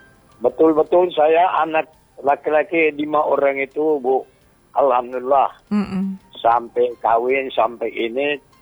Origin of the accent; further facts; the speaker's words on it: Sarolangun, Jambi, Indonesia; Itulah saran pandangan dari kita dari Sarolangun, karena saya punya anak 6, alhamdulillah, jantan 5, perempuan 1.